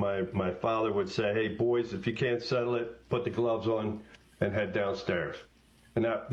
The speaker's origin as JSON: {"language": "English", "town": "Quakertown", "region": "Pennsylvania", "country": "United States", "said": "I'm from Quakertown. I'm one of 12, and I am number 3 in the pecking order."}